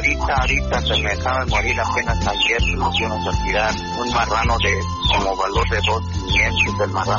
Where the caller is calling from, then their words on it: Cuilco, Huehuetenango, Guatemala; De la aldea Josí, para acá del pueblo de Cuico. Aquí soy de Cuico.